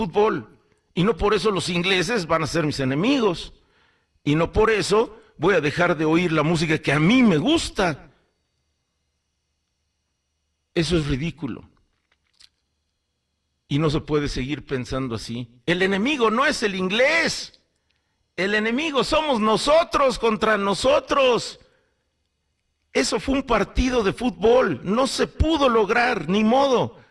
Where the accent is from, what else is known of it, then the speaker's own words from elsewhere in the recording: Mexico; Pero soy mexicano, y me encanta más mi país, por supuesto, igual que usted, igual que a todos, soy mexicano, soy de aquí, es la única bandera que me cubre